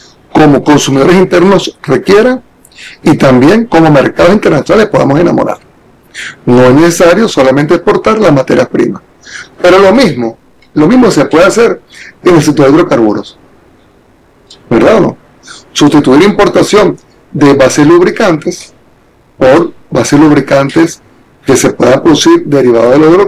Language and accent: Spanish; Venezuela